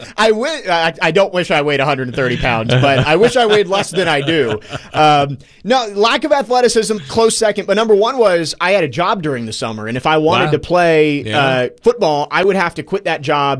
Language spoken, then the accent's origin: English; Virginia, United States; I disliked our schedule growing up in Northern Virginia.